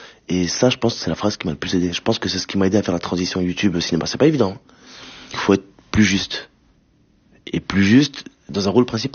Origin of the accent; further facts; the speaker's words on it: Sélestat, Grand Est, France; Même dans ma ville d'origine, parce que moi je viens d'Alsace, même dans ma ville